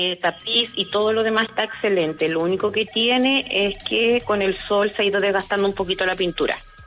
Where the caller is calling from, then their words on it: Copiapó, Atacama, Chile; De aquí, de Copiapó.